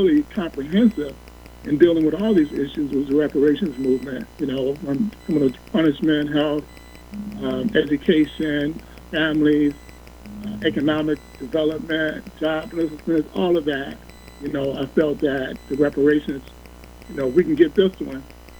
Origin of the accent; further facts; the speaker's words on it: Chicago, Illinois, United States; But I'm hailing from Chicago. I'm a real estate investor by trade.